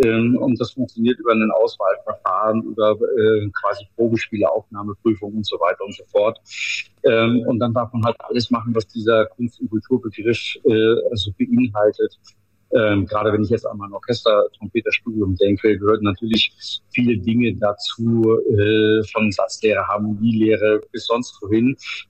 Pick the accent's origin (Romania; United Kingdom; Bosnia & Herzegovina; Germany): Germany; Kiel, Schleswig-Holstein; moved away as an adult; now in Bavaria, Germany; habe ein Theaterfestival auch in meiner Heimatstadt Kiel gemacht